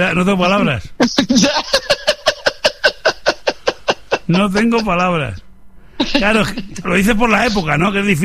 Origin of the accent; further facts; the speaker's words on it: Tarifa, Andalusia, Spain; soy de allí, de Bolonia